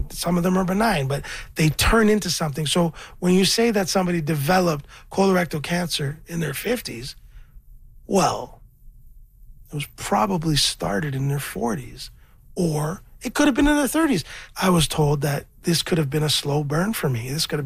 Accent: Scarborough, Ontario, Canada; I'm from Scarborough. I'm a rapper.

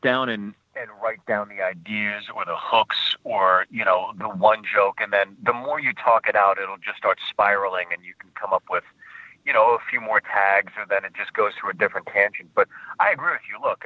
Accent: Pittsburgh, Pennsylvania, United States; So Bucktown and all, I grew up in Pittsburgh. So there's this street called Carson Street that just has rows and rows.

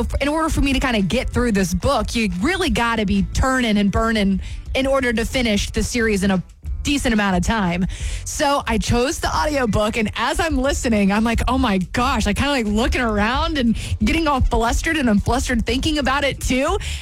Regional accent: the South, United States; being a Southerner

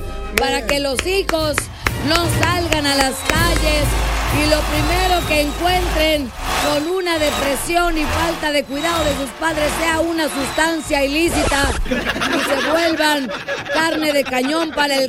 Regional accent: Monterrey, Nuevo León, Mexico; Yo soy de Monterrey.

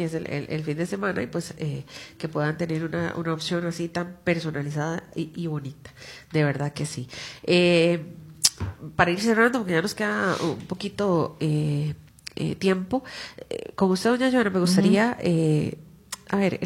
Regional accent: Costa Rica

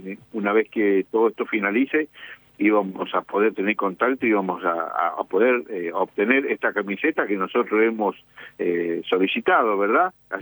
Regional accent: San Juan, Argentina; moved away as an adult; now in Río Grande, Argentina; Yo soy de la provincia de San Juan, pero yo estoy viviendo hace un montón de tiempo, como otros compañeros de hace un montón. Yo estoy del año 1985 acá, vine al batallón de Infantería María número 5 destinado y después decidí quedarme.

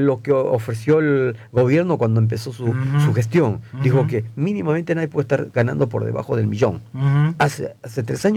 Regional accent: Peru; yo soy peruano y la clase media avanzó y muchísimo en Perú.

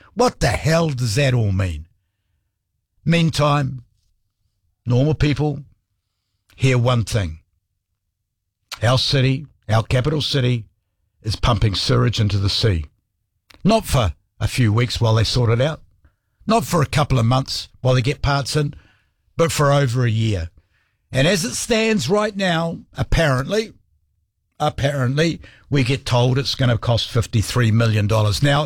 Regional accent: Wellington, New Zealand; As a Wellingtonian, as a ratepayer, as a New Zealander

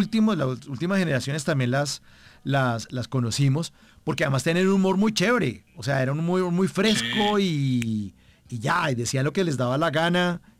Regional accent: Bogotá, Bogotá Capital District, Colombia; a pesar de ser de Bogotá

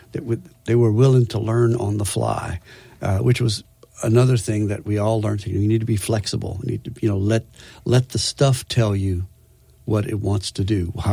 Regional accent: Louisiana, United States; I'm from Louisiana.

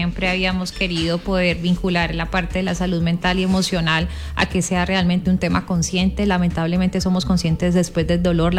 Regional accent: Cali, Valle del Cauca, Colombia; Soy una caleña amando mi ciudad, amando mi Colombia

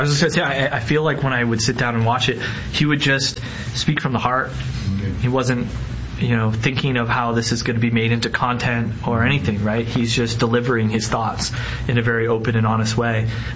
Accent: Toronto, Ontario, Canada; You know, when I had, not only is it my hometown, yeah, but being able to look at past films and seeing them almost use it as a footnote

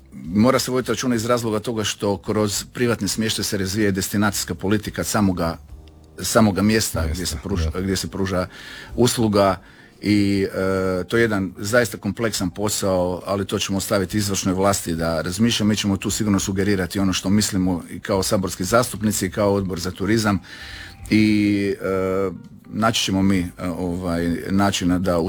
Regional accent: Croatia; ovdje kod nas u Hrvatskoj

